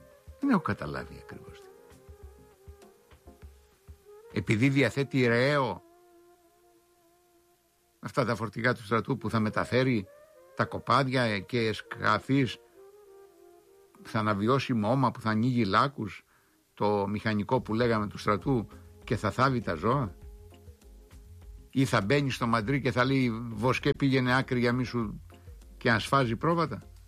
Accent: Crete, Greece; Μάλιστα πήγε χθες στην Πατρώα μας γη, κοντοχωριανή μας το Ανδρουλάκη, 4-5 χιλιόμετρα το χωριό του από το χωριό μου

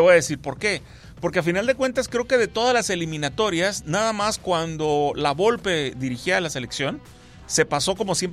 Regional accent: Mexico; soy mexicano

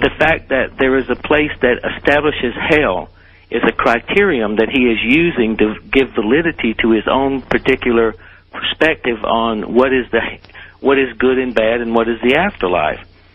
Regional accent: Deep South, United States; I mean, I come from the Deep South. You know, everybody goes to hell down there

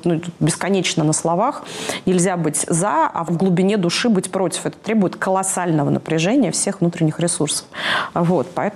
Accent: Ukraine; в моем свидетельстве о рождении написано, что я украинка, угу. потому что мы, как бы, мы вообще из советской семьи

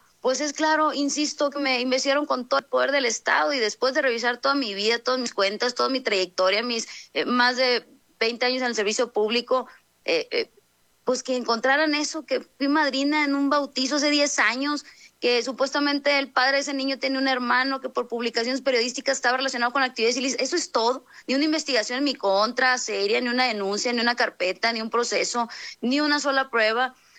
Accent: Sinaloa, Mexico

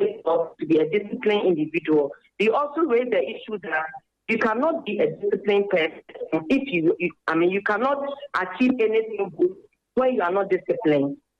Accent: Ghana; our moral values that we know as a Ghanaian, the typical of the village.

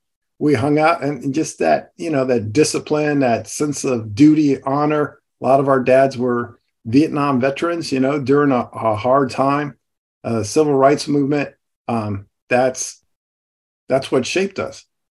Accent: Maryland, United States; also born or lived in New Jersey / Illinois / Hawaii / Indiana; I was born in Maryland, lived in New Jersey, went to Illinois, lived in Hawaii, lived in Indiana, lived in Maryland, and that's where I ended up going to school.

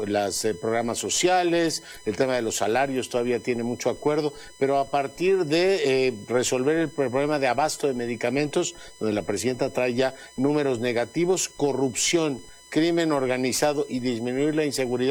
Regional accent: Mexico; Además somos muchos los mexicanos y venimos de muchas tradiciones diferentes.

